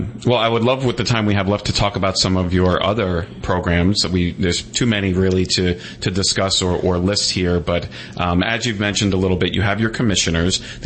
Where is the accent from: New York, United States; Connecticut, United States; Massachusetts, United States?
New York, United States; Ronkonkoma; I grew up right here in Ronkonkoma.